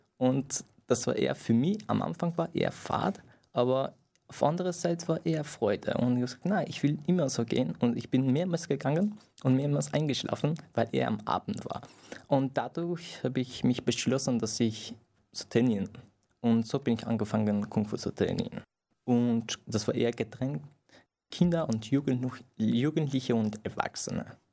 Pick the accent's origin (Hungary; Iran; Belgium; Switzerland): Iran; first language Persian; German is a second language; now in Germany; Na, also ich bin im Iran geboren, aufgewachsen in einer kleinen Stadt